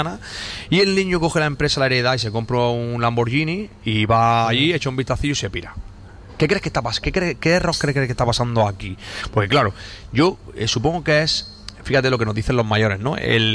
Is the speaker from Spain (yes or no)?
yes; Spain; Que somos españoles.